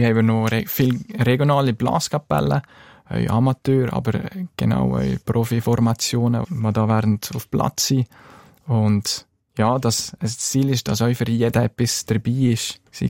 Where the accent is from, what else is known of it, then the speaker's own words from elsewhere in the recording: Grächen, Valais, Switzerland; now in Bern, Switzerland; Grächen ist und bleibt meine Heimat, wenn man in Bergo, wo so ein kleiner, schöner Bergdorf aufgewachsen ist.